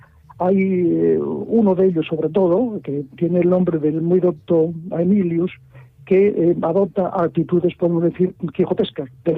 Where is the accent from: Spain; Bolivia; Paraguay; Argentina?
Spain; Burgos, Castile and León; en Burgos, que es mi tierra